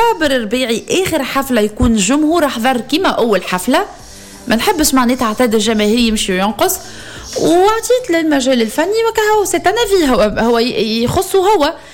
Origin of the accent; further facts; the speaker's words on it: Tunisia; احنا كجماهير تونسية